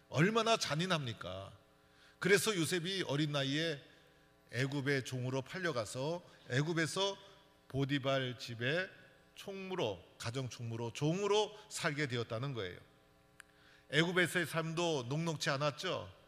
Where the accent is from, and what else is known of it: South Korea